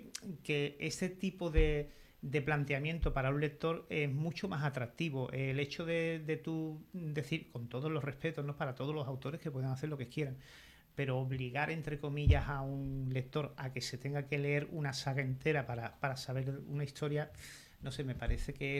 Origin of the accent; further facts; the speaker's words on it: Cádiz, Andalusia, Spain; los que somos de Cádiz